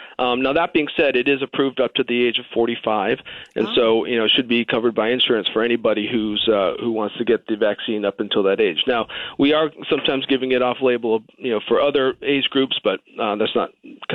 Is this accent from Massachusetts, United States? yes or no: yes; Boston, Massachusetts, United States; But otherwise, I grew up in the Northeast. I'm from the Boston area, so not too far away.